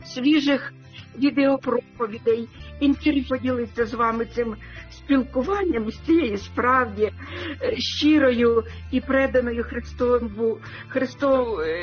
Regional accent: Sumy, Sumy Oblast, Ukraine; moved away; він захищає наше рідне місто Суми.

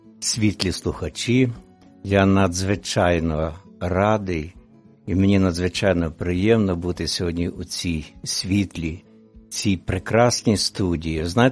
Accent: Lviv Oblast, Ukraine; Я народився на Львівщині. Таке село є, і нас, я знаю, зараз слухають мої односельчани. Є таке село Масошин, це Жовківський район.

